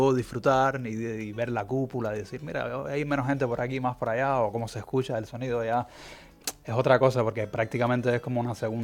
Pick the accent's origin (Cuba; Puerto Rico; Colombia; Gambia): Cuba; now in Barcelona, Spain; Lo cierto es que yo soy cubano, pero hace 20, más de 20 años que vivo aquí.